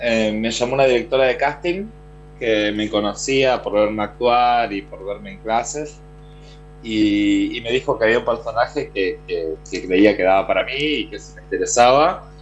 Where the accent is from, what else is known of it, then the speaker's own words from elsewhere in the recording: Gualeguay, Entre Ríos, Argentina; moved away; Yo siento que hay algo de mística en Gualeguay, no sé. Quizás es el cariño que tengo de las raíces, que empecé ahí